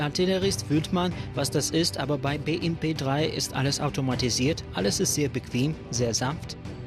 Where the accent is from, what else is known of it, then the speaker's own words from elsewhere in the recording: Donetsk Oblast, Ukraine; Wo kommst du her? Aus dem Gebiet Donetsk, sagte ich.